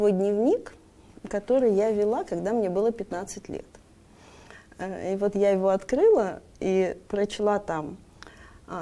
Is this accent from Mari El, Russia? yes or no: yes; Yoshkar-Ola, Mari El, Russia; moved away; also born or lived in Leningrad / Moscow; все свое детство я провела в городе Йошкар-Оле. Потом училась в Москве, и после окончания вуза мы с мужем вернулись в Йошкар-Олу.